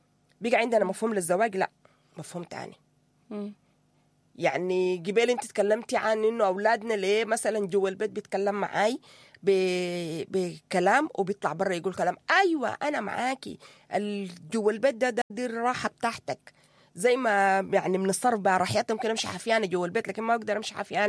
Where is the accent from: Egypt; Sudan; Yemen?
Sudan; احنا كمجتمع سوداني